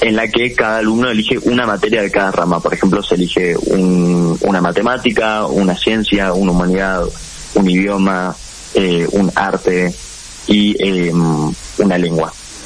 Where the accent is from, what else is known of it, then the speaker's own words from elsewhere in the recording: Salta, Argentina; soy de acá de Salta.